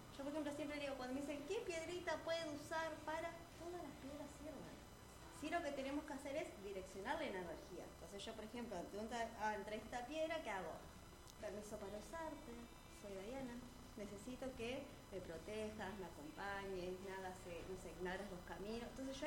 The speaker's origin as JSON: {"language": "Spanish", "country": "Argentina"}